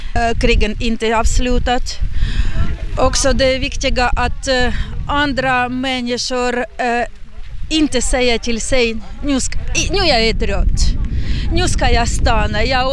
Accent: Kharkiv, Kharkiv Oblast, Ukraine; Swedish is a second language; moved away as an adult; now in Finland; Till exempel, jag är från Charkiv och i min område, mina bekanta människor, det nästan 100 människor som är dog.

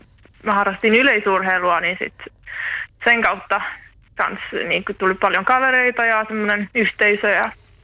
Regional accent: Porvoo, Uusimaa, Finland; first language Swedish; Finnish is a second language; moved away as an adult; now in Gothenburg, Sweden; No Porvoosta mä oon kotoisin.

